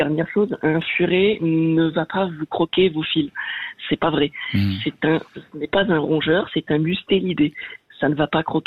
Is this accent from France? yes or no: yes; France